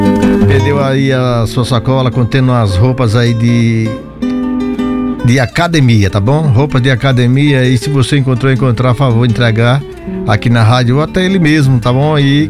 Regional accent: Frei Paulo, Sergipe, Brazil; moved away; para os meus familiares aí na minha Frei Paulo querida

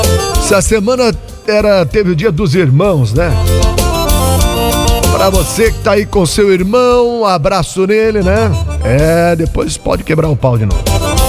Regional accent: Brazil; moved away; Lá na minha terra natal, São Clemente

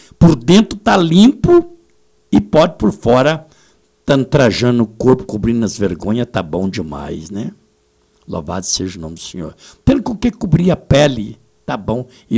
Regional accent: Brazil; nós somos brasileiros, país abençoado

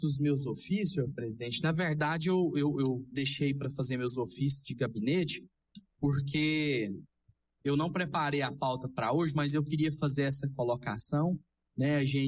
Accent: Brazil; todos nós somos brasileiros

